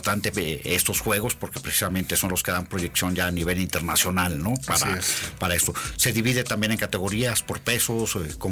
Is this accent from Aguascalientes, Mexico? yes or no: yes; Aguascalientes, Mexico; nosotros como hidrocálidos y como mexicanos